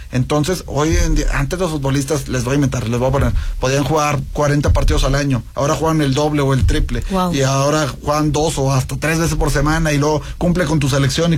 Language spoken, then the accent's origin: Spanish; Mexico